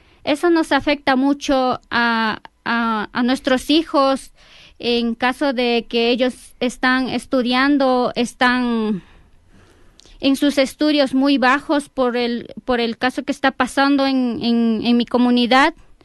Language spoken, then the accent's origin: Spanish; Carlos Julio Arosemena Tola, Napo, Ecuador; Yo vengo desde la provincia de Napo, ubicado en Cantón Julio Arosemena Tola.